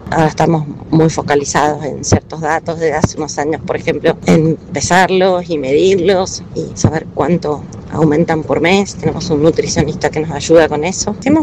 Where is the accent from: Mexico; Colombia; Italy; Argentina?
Argentina; Eduardo Castex, La Pampa; de Eduardo Castex, La Pampa.